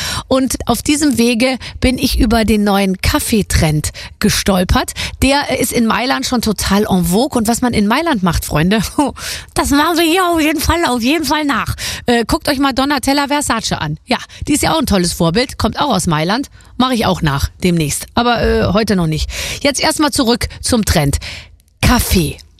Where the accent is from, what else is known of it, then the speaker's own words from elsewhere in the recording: Germany; ich bin ja auch eine Deutsche und keine Italienerin.